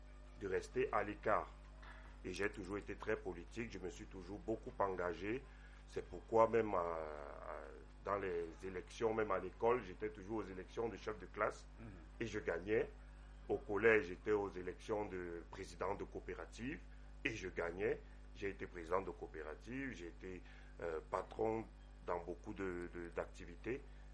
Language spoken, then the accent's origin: French; Yaoundé, Centre, Cameroon; je suis né à Yaoundé 2, donc dans le quartier Madagascar. Je suis du terre, comme les jeunes disent aujourd'hui.